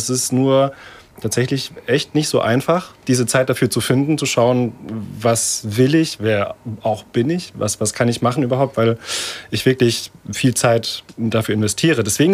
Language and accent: German; Germany; anscheinend ist mein Akzent wohl okay dafür, dass ich eine Kartoffel bin.